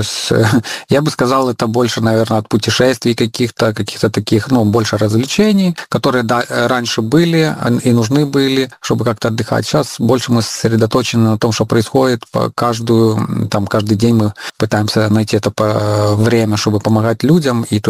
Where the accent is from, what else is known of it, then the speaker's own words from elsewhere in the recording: Belarus; now in Ukraine; но я белорус